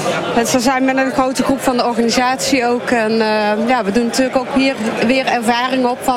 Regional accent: Oosterwijk, Netherlands; Oosterwijk.

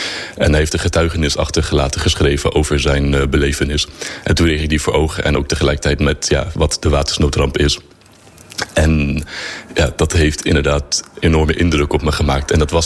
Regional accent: Luxembourg; Ik ben Nederlander, maar ik ben in het buitenland opgegroeid in Luxemburg.

